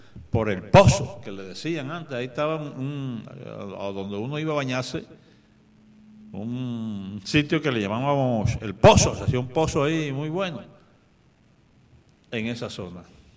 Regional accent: San Juan del Cesar, La Guajira, Colombia

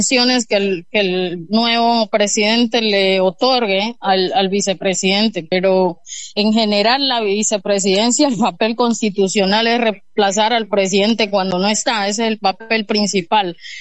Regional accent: Buenaventura, Valle del Cauca, Colombia; como colombianos, como bonaverenses, como gente del Pacífico

